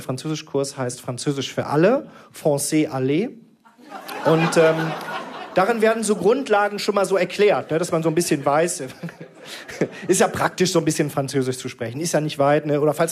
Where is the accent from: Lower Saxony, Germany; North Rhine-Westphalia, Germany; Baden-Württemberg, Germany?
North Rhine-Westphalia, Germany; Krefeld; Denn ich bin aufgewachsen in der Nähe von Paris, in Krefeld. Ich weiß nicht, ob Ihnen das ein Begriff ist.